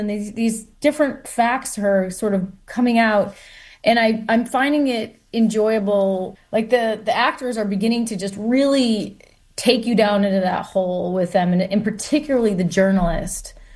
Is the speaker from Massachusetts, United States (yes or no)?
no; Michigan, United States; I think, to me, growing up in Michigan, I was born in 1979, grew up in the 80s. It was a union place.